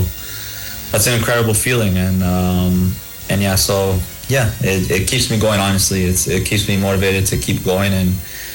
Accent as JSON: {"language": "English", "town": "Toronto", "region": "Ontario", "country": "Canada", "tie": "born or raised there", "said": "to be able to say that playing for my city, my hometown city, is it's something"}